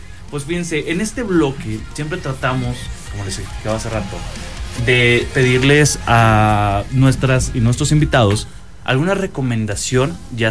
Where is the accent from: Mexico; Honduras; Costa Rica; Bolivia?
Mexico; northern Mexico; now in Saltillo, Mexico; soy norteño, amo Saltillo